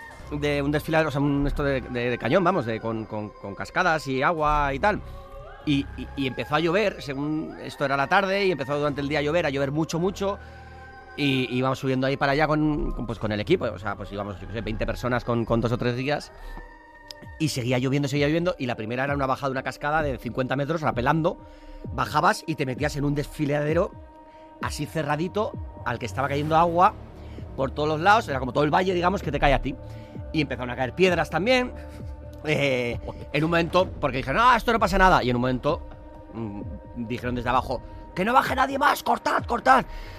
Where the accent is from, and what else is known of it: San Sebastián, Basque Country, Spain